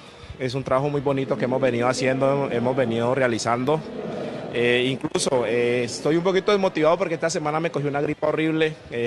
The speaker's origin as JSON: {"language": "Spanish", "country": "Colombia", "said": "porque somos colombianos"}